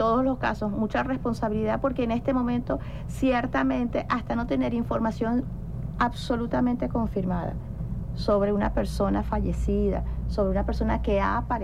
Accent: Venezuela; es la fecha patria, que es una fecha en la que además nos reconocemos como venezolanas y venezolanos, y volvemos a Bolívar siempre

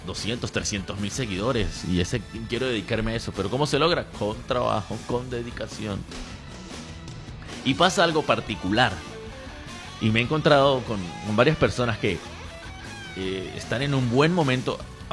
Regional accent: Venezuela

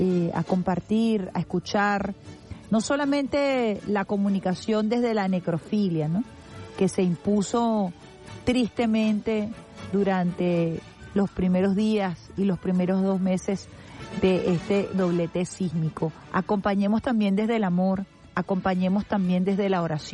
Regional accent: Venezuela; estamos juntos como venezolanos y venezolanas

